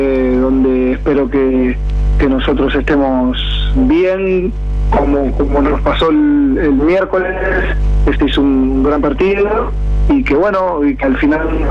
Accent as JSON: {"language": "Spanish", "town": "Casilda", "region": "Santa Fe", "country": "Argentina", "said": "éramos de Casilda"}